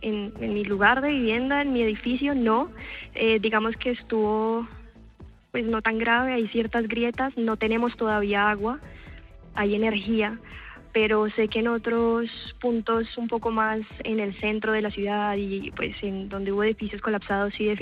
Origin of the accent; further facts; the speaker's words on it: Pereira, Risaralda, Colombia; now in Cali, Colombia; yo soy corresponsal en Cali, pero soy pereirana. Toda mi familia está en Pereira y en Armenia, es decir, en el eje cafetero.